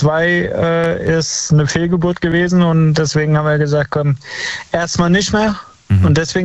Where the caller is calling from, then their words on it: Bad Kreuznach, Rhineland-Palatinate, Germany; Aus Bad Kreuznach.